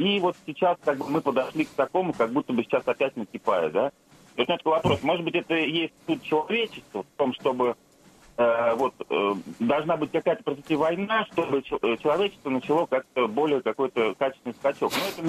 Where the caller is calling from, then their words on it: Voronezh, Voronezh Oblast, Russia; я из Воронежа